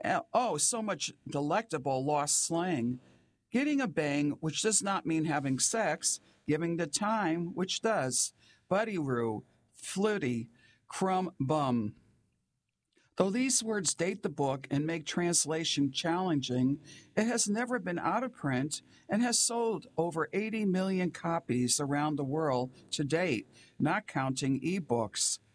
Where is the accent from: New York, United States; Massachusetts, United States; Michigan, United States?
New York, United States; Manhattan; As a child growing up in Salinger's old neighborhood, I sneaked it for the naughty bits and familiar sights.